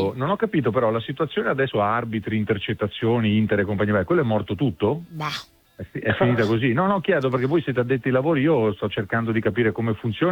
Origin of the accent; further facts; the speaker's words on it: Treviso, Veneto, Italy; Io trevigiano, amicizie ne ho